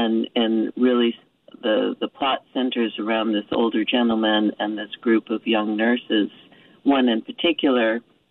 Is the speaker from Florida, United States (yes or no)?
yes; Coral Gables, Florida, United States; born there; also born or lived in Miami; Born in Florida. I was born in Coral Gables.